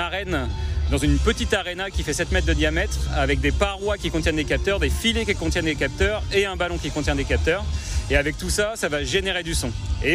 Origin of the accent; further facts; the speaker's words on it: Reims, Grand Est, France; On est de Reims, voilà, pas loin de Charleville.